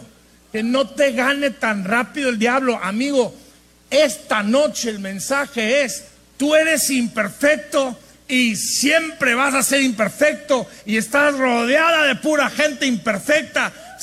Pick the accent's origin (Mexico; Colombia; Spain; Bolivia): Mexico; northern Mexico; Como somos así los norteños, ¿verdad? Hablamos primero y pensamos después.